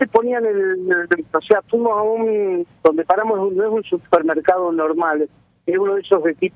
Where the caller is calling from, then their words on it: Argentina; Somos los argentinos